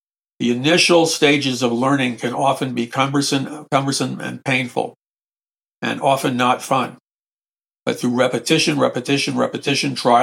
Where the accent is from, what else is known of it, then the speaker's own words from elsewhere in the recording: New York City, New York, United States; For me, it was a little bit later than most people because I grew up in New York City and nobody really drove in New York City.